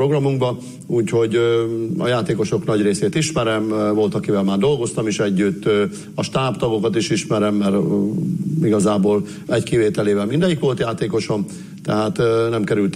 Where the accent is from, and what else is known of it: Borsod-Abaúj-Zemplén, Hungary; also born or lived in Hajdú-Bihar; now in Debrecen, Hungary